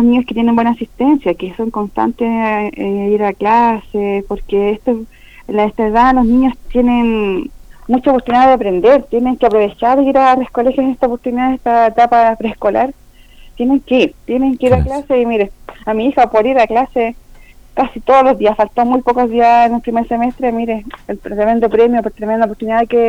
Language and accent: Spanish; Chimbarongo, O'Higgins, Chile; Yo soy de afuera de Chimbarongo, del sector rural, de Quicharco, es un pueblo muy chiquitito, poco conocido